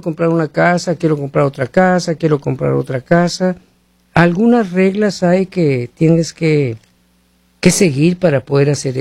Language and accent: Spanish; Hermosillo, Sonora, Mexico; Yo soy de Hermosillo, Sonora, ¿sí?